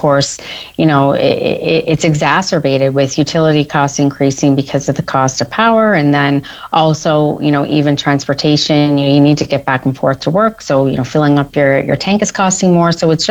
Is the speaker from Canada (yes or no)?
yes; Newfoundland and Labrador, Canada; as every Newfoundlander and Labradorian knows, we often find ourselves paying even more than other parts of the country. And this is due to covering costs of transporting food here in Newfoundland and Labrador.